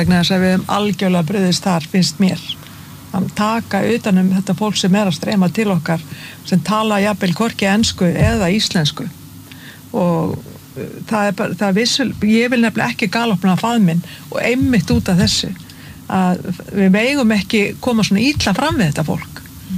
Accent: Hvammstangi, Northwestern Region, Iceland; ég þekki til þess eins og fyrir norðan á Hvammstanga sem er var mín heimabyggð

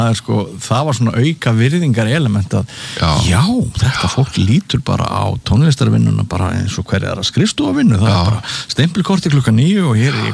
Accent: Northern Iceland, Iceland; það er sko, ég er að norðan og við myndum aldrei segja terpentína við segjum terpentína

